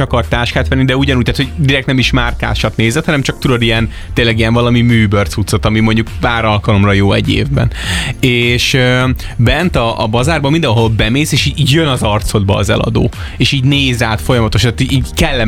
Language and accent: Hungarian; Hungary; now in Budapest, Hungary; mindenki kérdezte, hogy honnan származunk, mondtuk, hogy Hungary